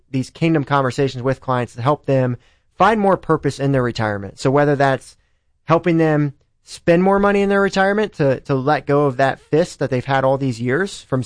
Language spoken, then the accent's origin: English; Carroll, Ohio, United States; I'm from Carroll, Ohio specifically. So rural community as well. I live downtown now.